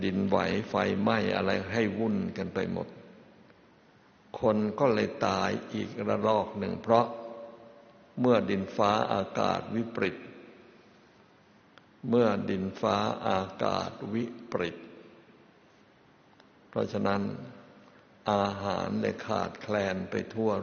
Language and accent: Thai; Kanchanaburi, Thailand; born or raised there